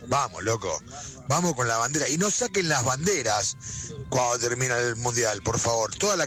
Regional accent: Argentina; Somos argentinos, para siempre y por todo el tiempo.

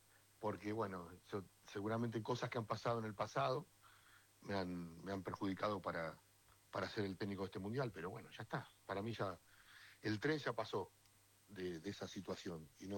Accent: Argentina; Uruguay, yo me siento muy argentino, y no sé, yo me acuerdo cuando íbamos con el Cholo de chiquito, que nos enfrentábamos a Brasil en los juveniles

